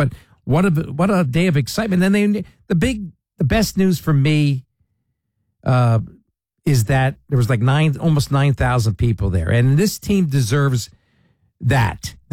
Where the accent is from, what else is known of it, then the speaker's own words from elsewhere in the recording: Allentown, Pennsylvania, United States; now in Emmaus, United States; I grew up in Allentown, and now I've lived for 30-some years in the Emmaus area. Actually, 35, I think.